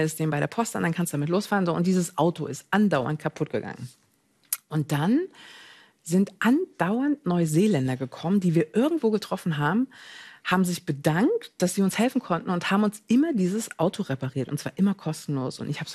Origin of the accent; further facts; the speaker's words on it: East Germany, Germany; Ich komme aus dem Osten. Du bist was, wenn du leistest.